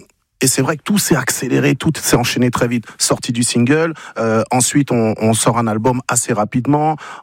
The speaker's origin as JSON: {"language": "French", "town": "Garges-lès-Gonesse", "region": "Île-de-France", "country": "France", "tie": "born or raised there", "said": "Nous, on a grandi à Gare Charcel, banlieue parisienne, dans le 95."}